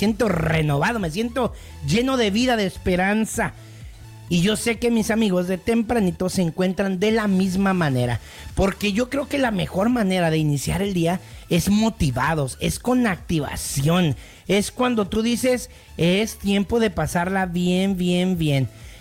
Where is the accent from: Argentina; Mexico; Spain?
Mexico; Le dije, yo soy mexicano.